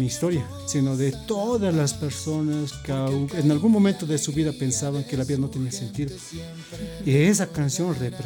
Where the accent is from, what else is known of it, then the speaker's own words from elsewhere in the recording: La Paz, Bolivia; mi hermosa ciudad de La Paz.